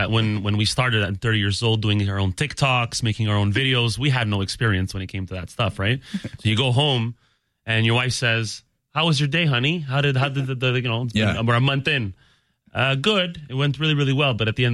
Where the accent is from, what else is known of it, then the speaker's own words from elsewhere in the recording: Montreal, Quebec, Canada; We're from Montreal.